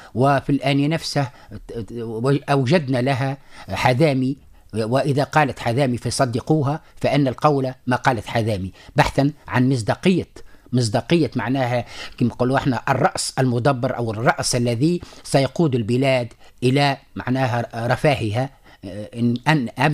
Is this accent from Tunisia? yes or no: yes; Sahel, Tunisia; also born or lived in Moscow; عندنا في الساحل